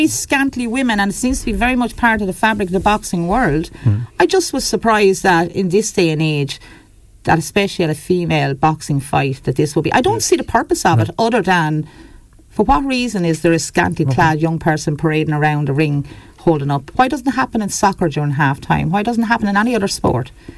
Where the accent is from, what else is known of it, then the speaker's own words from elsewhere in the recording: Ireland; I do think it's quite emotional as an Irish person.